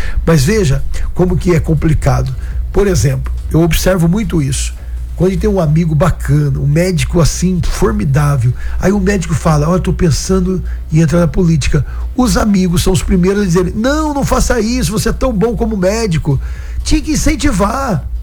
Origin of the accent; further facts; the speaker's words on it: Cornélio Procópio, Paraná, Brazil; um político lá da minha região, da minha cidade, que está vivo até hoje, viu? Oswaldo Trevisan, que foi prefeito de Cornélio Procópio, no Paraná